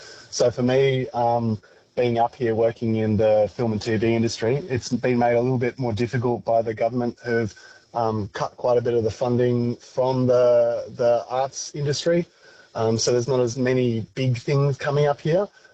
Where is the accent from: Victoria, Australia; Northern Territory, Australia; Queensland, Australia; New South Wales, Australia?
Northern Territory, Australia; We at the territory punched so high above our weight